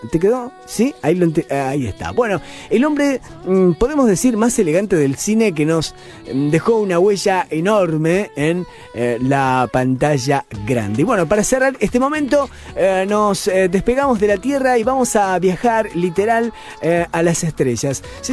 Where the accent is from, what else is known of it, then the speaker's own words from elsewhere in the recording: Argentina; Yo creo que los argentinos somos uruguayos y los uruguayos son argentinos, y no se rompe nada.